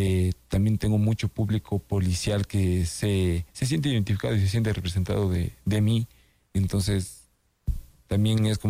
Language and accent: Spanish; Sierra, Ecuador; se viene algo a lo ecuatoriano y a lo bien serrano, porque soy serrano